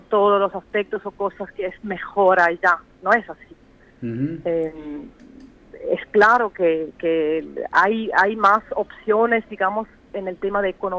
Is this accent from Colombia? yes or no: no; Switzerland; Spanish is a second language; moved away as an adult; now in Mendoza, Argentina